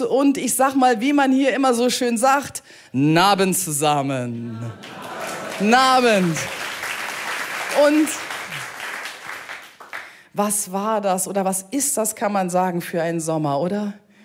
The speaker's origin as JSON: {"language": "German", "country": "Germany", "tie": "born there", "said": "ich komme gebürtig aus der Eifel"}